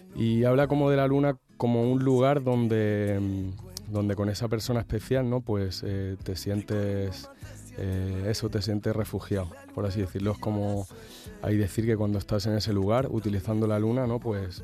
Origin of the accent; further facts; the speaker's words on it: Catalonia, Spain; now in Mallorca, Spain; Ja a Barcelona sempre sortir a la muntanya quasi diàriament, perquè el meu poble connecta amb la muntanya.